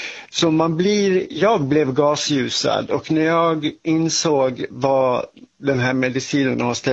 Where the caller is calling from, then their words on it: Dalarna County, Sweden; accent: Västerdalska; jag kommer från Dalarna så jag och pratar västerdalska